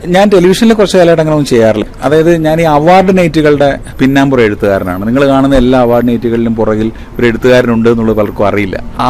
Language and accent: Malayalam; Varanad, Kerala, India; born or raised there